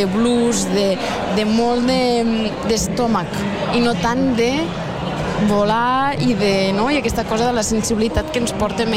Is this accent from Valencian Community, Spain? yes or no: no; Agramunt, Catalonia, Spain; moved away; Jo soc d'Agramunt.